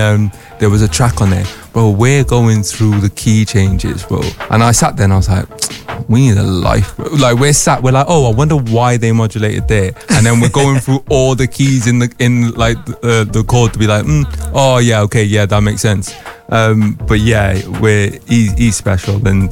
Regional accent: Newport, Wales, United Kingdom; people don't know I'm from Newport.

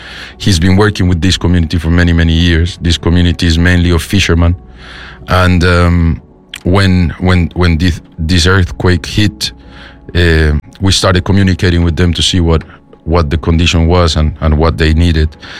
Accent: Bogota, Bogotá, Colombia; now in United Kingdom; I was born and raised in Colombia

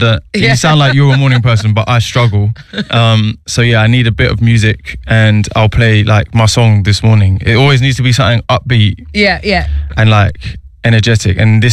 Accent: London, United Kingdom; And yet we growing up in London when we're in these cities in the West as diaspora

